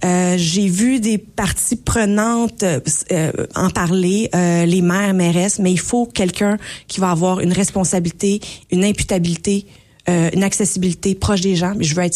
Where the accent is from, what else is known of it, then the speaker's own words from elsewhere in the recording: Sainte-Marie-Salomé, Quebec, Canada; L'amour de mon village natal, parce que ma famille vient de Sainte-Marie-Salomé, et j'ai compris que j'avais des racines acadiennes.